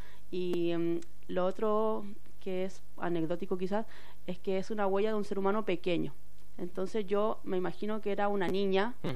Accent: Chile; yo vengo de Chile. Chile es un país que tiene muchos terremotos, muchos temblores todo el tiempo

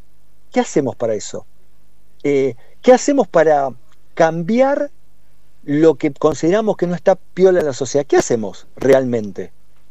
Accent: Mar del Plata, Buenos Aires Province, Argentina; tendrá que ver con mi infancia en Mar del Plata

